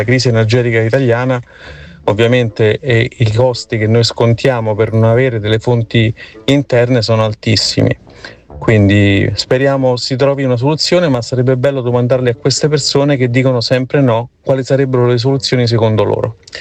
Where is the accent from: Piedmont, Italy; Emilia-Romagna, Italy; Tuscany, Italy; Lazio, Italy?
Lazio, Italy; Rome; Inoltre parlano di tempi lunghi e io sono di Roma, accettano 10 anni per fare una fermata della metropolitana